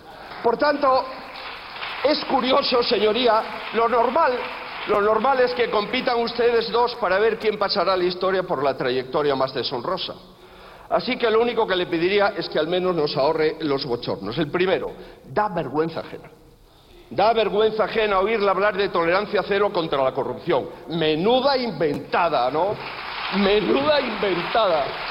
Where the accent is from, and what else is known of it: Spain